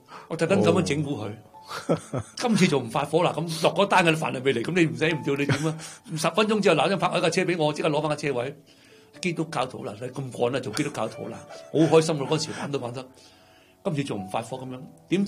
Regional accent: China; 点解大家有个中国人嘅社会，点解你基督西方文化点解入侵我中国人嘅思想？

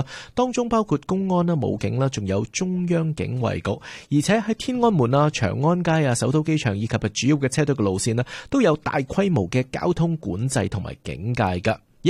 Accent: Canada; 系我哋加拿大人开始去从事园艺工作嘅一个好重要嘅指标性嘅日子嚟噶。

